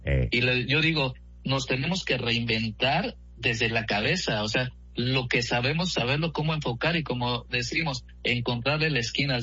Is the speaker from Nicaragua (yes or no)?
no; Mexico; now in Spain